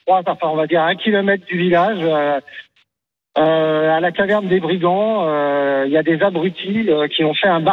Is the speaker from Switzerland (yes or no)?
no; Barbizon, Île-de-France, France; je suis natif de Barbizon, un super village.